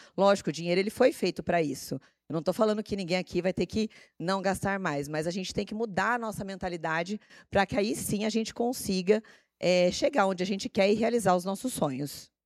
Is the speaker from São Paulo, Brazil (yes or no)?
no; Paraíba, Brazil; Eu não sou ararense, gente. Eu nasci na Paraíba, até achei engraçado ele falar do exemplo que ele trouxe da escola legislativa lá da Paraíba, mas eu sou paraibana, tá?